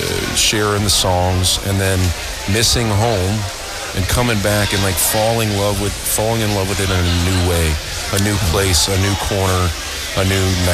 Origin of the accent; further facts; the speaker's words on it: Metairie, Louisiana, United States; I grew up in Metairie, you know. So, you know, playing baseball and riding my bike around town.